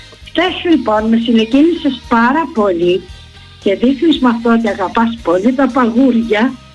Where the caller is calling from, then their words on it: Volos, Thessaly, Greece; Γιατί πατρίδα εγώ χρόνια έχω το Βόλο. Δεν έχω τα Γιάννηνα. Και λυπάμαι όταν βλέπω να ρίχνουν τόσο χαμηλά την πόλη μου.